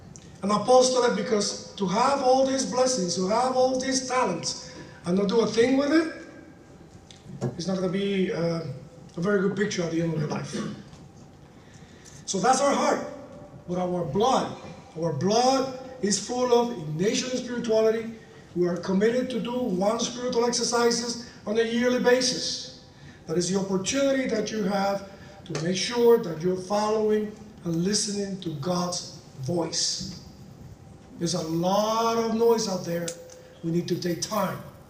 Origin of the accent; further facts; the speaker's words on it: Dominican Republic; I am from the Dominican Republic, and I've been an agrupado since 2005.